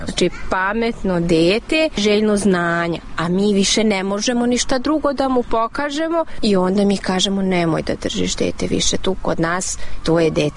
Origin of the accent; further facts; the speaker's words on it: Vojvodina, Serbia; first language Hungarian; Serbian is a second language; now in Hungary; Ja sam Mađarica iz Vojvodine. Moj maternji jezik je mađarski, ali govorim srpski jezik kao tamo kod nas jezik sredine.